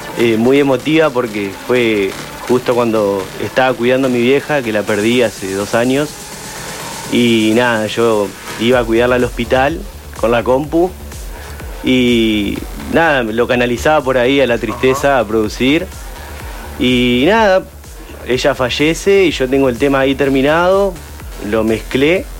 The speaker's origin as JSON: {"language": "Spanish", "town": "Paraná", "region": "Entre Ríos", "country": "Argentina", "said": "Paraná, la verdad que si bien es una ciudad chica, tenemos 300.000 habitantes."}